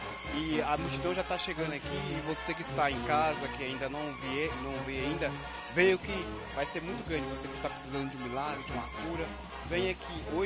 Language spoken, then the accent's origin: Portuguese; Rodeiro, Minas Gerais, Brazil; sou da cidade de Rodeiro, Minas Gerais.